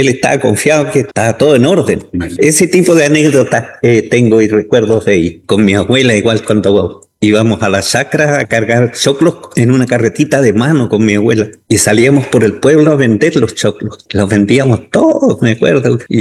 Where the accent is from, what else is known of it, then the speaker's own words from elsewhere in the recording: Los Lagos, Los Ríos, Chile; yo soy nacido en Los Lagos, en la comuna de Los Lagos. Nací en el año 61, así que ya estoy a puertas de jubilarme.